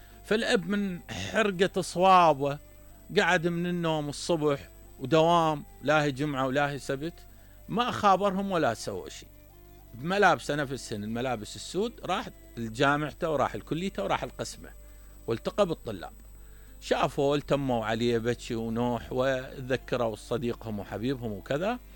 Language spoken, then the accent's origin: Arabic; Iraq